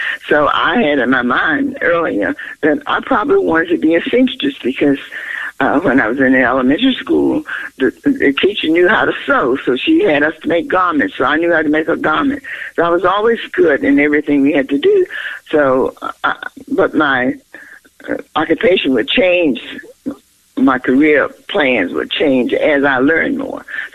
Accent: Sutherland, Virginia, United States; moved away; I grew up in Sutherland, Virginia, which is Dinwiddie County, and we live on a small farm.

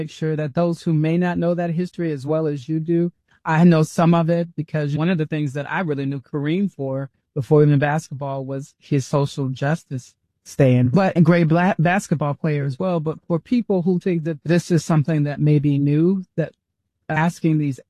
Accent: Mississippi, United States; I got my master's from Mississippi State. That's my home state, and I got my master's from there. So very familiar with the SEC. I'm from here

